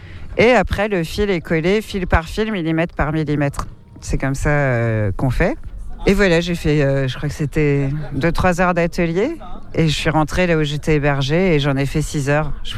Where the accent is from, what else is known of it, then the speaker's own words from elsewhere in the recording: Guadeloupe, France; moved away; Je viens en France de Guadeloupe, enfin, c'est la France aussi, mais bref, je viens en métropole